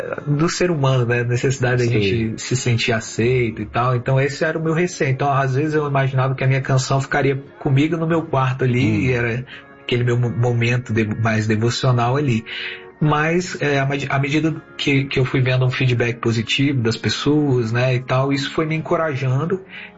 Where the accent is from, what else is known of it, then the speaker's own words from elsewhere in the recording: Vitória da Conquista, Bahia, Brazil; also born or lived in Itabuna; Eu nasci numa cidade da Bahia chamada Itabuna.